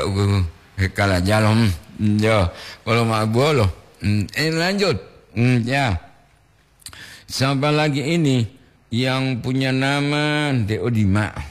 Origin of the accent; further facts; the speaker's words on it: Gorontalo, Indonesia; now in Manado, Indonesia; Salam saya dari Gorontalo, sekarang merantau di Manado.